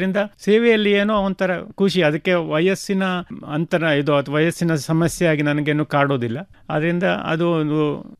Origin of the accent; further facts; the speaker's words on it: Ankola, Karnataka, India; ಅವರ ಶಾಲಾ ಕಾಲೇಜಿನಲ್ಲೇ ನಾವು ಕಲಿತು ದೊಡ್ಡವರಾದವರು. ಸೊ ಅಂಥ ಒಂದು ಪುಣ್ಯದ ನೆಲದಲ್ಲಿ ನಾವು ಇರೋದು, ಜನಿಸಿದ್ದು ಎಲ್ಲವೂ ನಮ್ಮ ಭಾಗ್ಯನೇ.